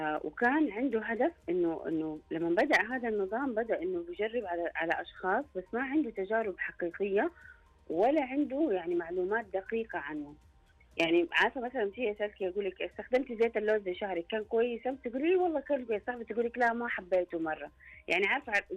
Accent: Saudi Arabia; عندنا في السعوديه

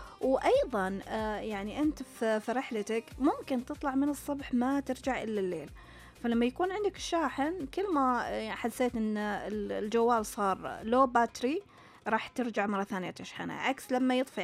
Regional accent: Saudi Arabia

